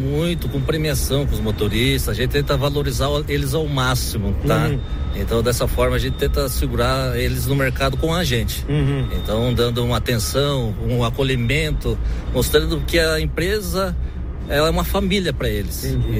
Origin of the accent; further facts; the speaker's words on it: Capão Bonito, São Paulo, Brazil; Capão Bonito.